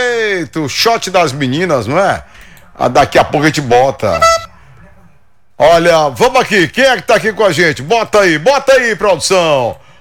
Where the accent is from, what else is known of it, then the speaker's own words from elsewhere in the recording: Bacabal, Maranhão, Brazil; Eu sou de São José das Verdades, município de Bacabal